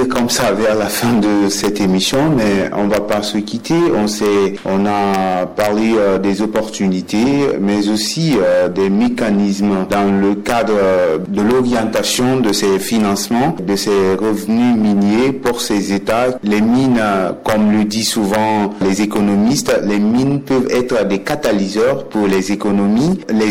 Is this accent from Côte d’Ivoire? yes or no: no; Guinea; chez nous en Guinée